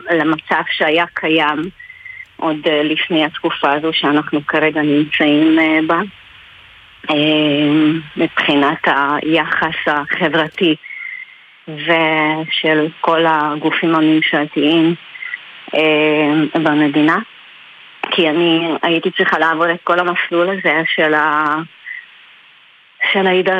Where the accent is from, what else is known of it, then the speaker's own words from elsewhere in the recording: Hungary; moved away as an adult; now in Israel; מהונגריה, נכון.